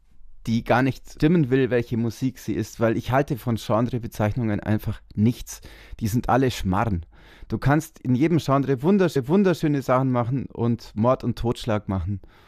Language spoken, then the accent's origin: German; Bavaria, Germany; Weitestgehend ist das schon meine Heimat, aber Epps ist schon in Tirol. Meine Heimat ist Oberallgäu und wir kommen nur 5 Kilometer von Tirol.